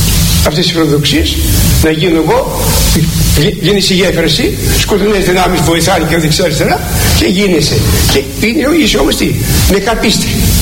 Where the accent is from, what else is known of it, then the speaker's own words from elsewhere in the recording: Greece; σαν Έλληνες